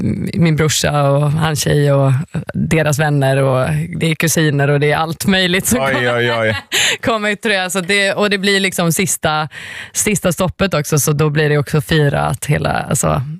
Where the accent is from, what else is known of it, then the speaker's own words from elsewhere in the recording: Finland; avsluta i Finland, liksom mitt hemland.